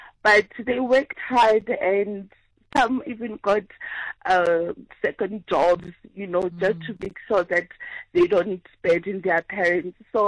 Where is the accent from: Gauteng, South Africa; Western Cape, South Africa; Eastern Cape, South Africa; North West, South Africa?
Gauteng, South Africa; Soweto; growing up in Soweto, coming from a previously disadvantaged home.